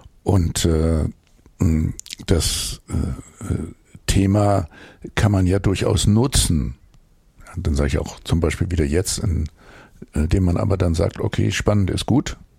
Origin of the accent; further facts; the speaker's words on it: Hamburg, Germany; als Hamburger